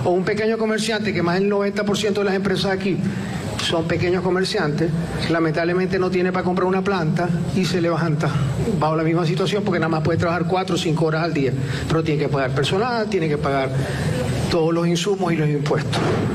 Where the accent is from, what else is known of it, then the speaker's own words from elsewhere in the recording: Maracaibo, Zulia, Venezuela; yo vengo de Maracaibo, donde se nos va la electricidad 6, 7, 5 horas al día.